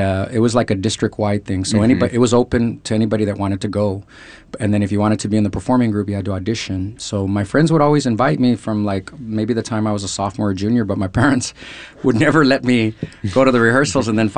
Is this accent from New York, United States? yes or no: no; San Antonio, Texas, United States; But I'm from Texas originally. I'm from the city of San Antonio. Go Spurs.